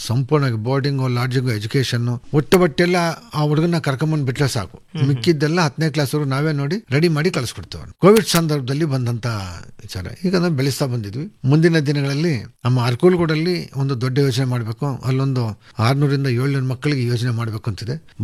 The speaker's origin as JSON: {"language": "Kannada", "town": "Bengaluru", "region": "Karnataka", "country": "India", "tie": "born or raised there", "said": "ಬೆಂಗಳೂರು ಮಲ್ಲೇಶ್ವರದಲ್ಲೇ ಹುಟ್ಟಿ ಬೆಳೆದವನು. ತಾತ ಮುತ್ತಾತನ ಜಾಗ ನೆಲಮಂಗಲ ತಾಲೂಕಿನ ತ್ಯಾಮಗಂಡ್ಲು. ಸುಮಾರು 130-140 ವರ್ಷಗಳಿಂದೇನೆ ಬೆಂಗಳೂರಿಗೆ ನಮ್ಮ ತಾತವರೇ ಬಂದು ಸೆಟ್ಲ್ ಆಗಿದ್ದು. ಅಲ್ಲೇ ಹುಟ್ಟಿ ಬೆಳೆದಿದ್ದು"}